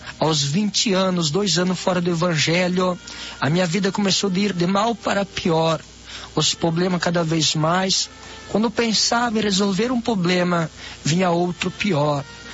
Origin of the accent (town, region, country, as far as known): Formosa do Sul, Santa Catarina, Brazil